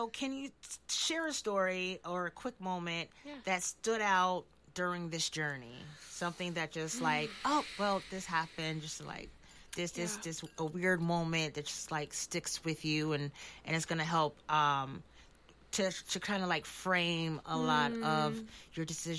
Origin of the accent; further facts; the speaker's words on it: Springfield, United States; because I'm originally from Hampton County, from Springfield. I moved here in 2020